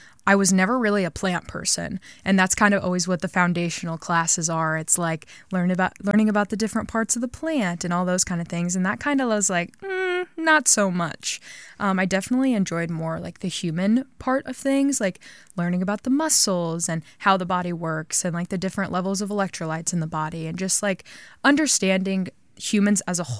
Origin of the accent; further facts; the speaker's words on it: Ava, Illinois, United States; So I'm actually from a really small town about 30 minutes away from Carbondale, Illinois. Shocking, I know. It's called Ava.